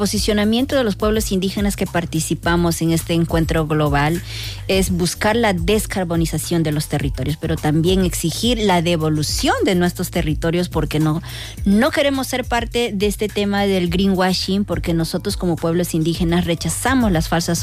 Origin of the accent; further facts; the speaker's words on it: Peruvian Amazon, Peru; Sí, yo soy de la Amazonía de Perú, el pueblo Quichua